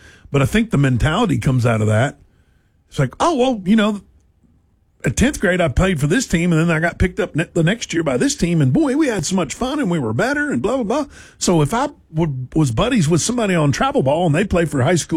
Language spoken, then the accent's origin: English; Chattanooga, Tennessee, United States; Like I grew up on Browntown Road back in the day. Everybody on the right side of Browntown went to Hickson. Everybody on the left side went to Red Bank.